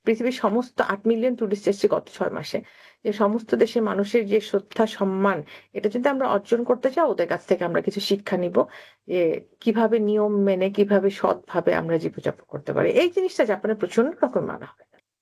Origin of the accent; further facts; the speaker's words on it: Dhaka, Dhaka Division, Bangladesh; আসলে আমার জন্ম ঢাকায়, আমি বড় হয়েছে রামপুরাতে, আমার দাদার বাড়ি গোপালগঞ্জে।